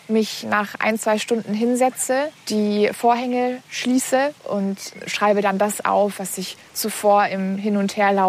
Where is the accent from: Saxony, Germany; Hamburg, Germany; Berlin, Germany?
Berlin, Germany; ich komme aus Berlin, Jahrgang 98.